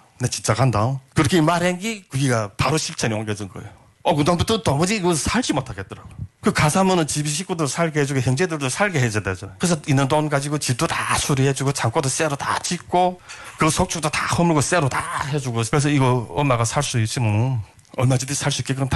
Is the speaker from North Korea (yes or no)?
yes; North Korea; now in South Korea; 그런 생지옥을 저는 직접 목격하면서 야 이거 북한에서 태어난 거 왜 이렇게 후회되고 내가 이 자리에서 태어나서 앞으로 살아가는 과정이가 너무나도 아름다운 거예요.